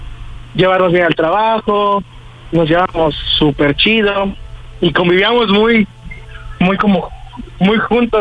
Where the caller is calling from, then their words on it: Ixtapaluca, State of Mexico, Mexico; soy de Ixtapaluca, en el Estado de México, y tengo 26 años.